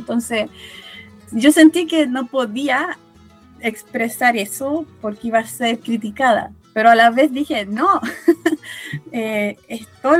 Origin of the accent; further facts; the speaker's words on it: Chile; born there; first language French; Spanish is a second language; also born or lived in Montreal, Canada; en Canadá no crecimos con abuelitos porque estaban en Chile. Entonces, cuando llegamos a Chile, yo tenía alrededor de 6, 7 años, fue que yo encontré toda una identidad que no sabía que tenía, que tenía esto de ser chilena